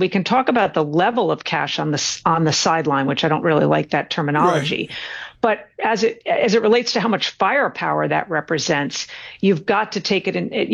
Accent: Norway; I went to my home country, Tom. I went to Norway.

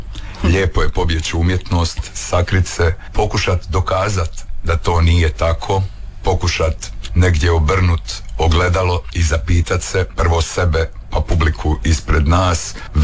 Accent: Dubrovnik, Dubrovnik-Neretva County, Croatia; dolazim u svoj grad odigrati jednu emblematsku ulogu

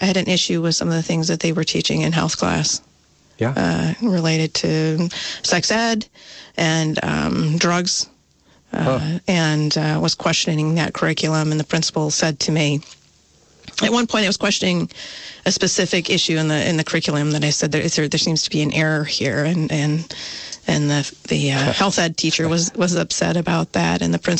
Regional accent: Michigan, United States; now in Vermont, United States; My boss, I came from Western Michigan, worked for Wolverine Worldwide, and my former boss there came to Vermont to work for Merrell Footwear here in Vermont.

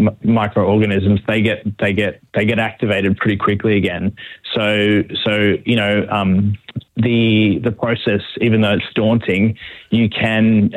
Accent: Sydney, New South Wales, Australia; also born or lived in Melbourne

